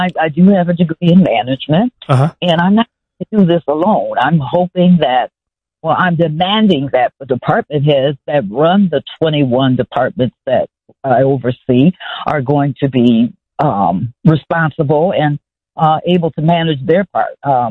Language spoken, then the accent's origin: English; Joliet, Illinois, United States; as they say, born and raised in Joliet. I went to school here and went to college here, raised my family here, and have been involved in the community for quite some time.